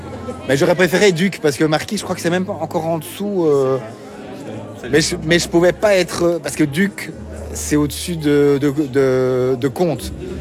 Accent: Brussels, Brussels-Capital Region, Belgium; moved away as an adult

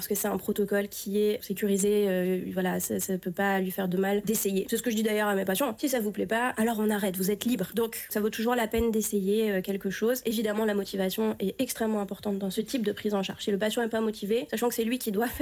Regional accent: France; now in Belgium; moi, je suis arrivée en Belgique il y a plus de 10 ans. Je suis française.

